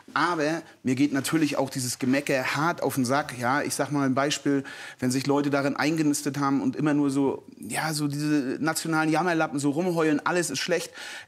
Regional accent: Mecklenburg-Vorpommern, Germany; Mecklenburg-Vorpommern war das jüngste Bundesland, jetzt sind wir das nach der Wende, jetzt sind wir das zweitälteste

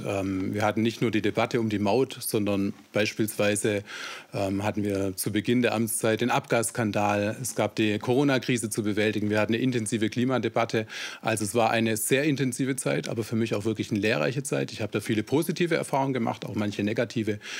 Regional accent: Ludwigsburg, Baden-Württemberg, Germany; Nein, also ich komme aus Ludwigsburg

